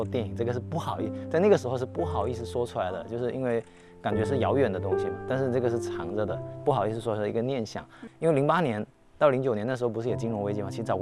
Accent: Shantou, Guangdong, China; moved away as an adult; 回我们汕头老家去教书

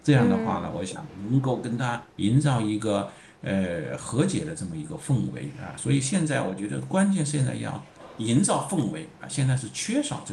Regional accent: China; 那么中国嘛，因为我们是缅甸的友好邻邦，我们跟它有2000多公里的边界线

